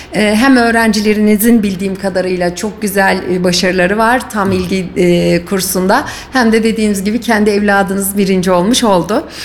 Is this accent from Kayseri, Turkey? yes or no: yes; Kayseri, Turkey; biz bile bir Kayserili olarak